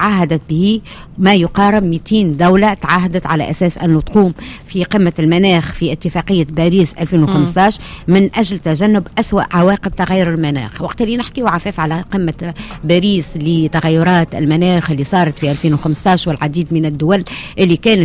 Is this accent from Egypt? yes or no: no; Tunisia; السنه كان متعب لنا كتوانسه